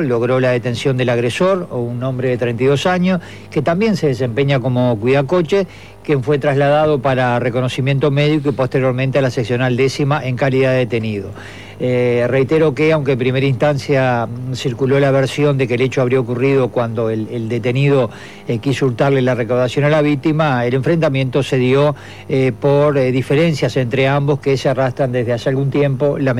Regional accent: Canelones, Uruguay; Calpis remolacha cuando era jovencito, como todo canario allá en el pueblo.

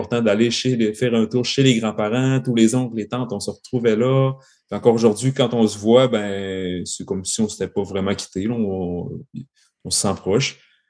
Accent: Saint-Prime, Quebec, Canada; Alors, je suis originaire de Saint-Prime, un petit village du lac Saint-Jean. C'est un petit village agricole de campagne situé entre Roberval et Saint-Félicien.

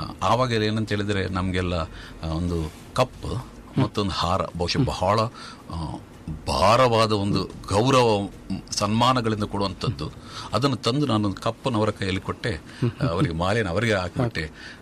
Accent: Hoigebail, Karnataka, India; born or raised there

